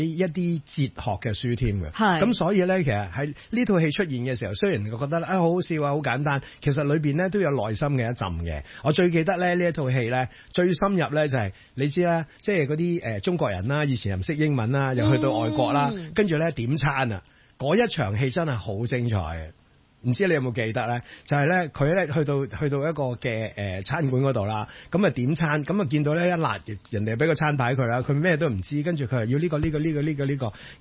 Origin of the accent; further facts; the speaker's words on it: Hong Kong; 我記得我以前喺外國讀書嘅時候咧，一去到外國任何一個外國地方啊，啲人話你邊度嚟嘅？我香港。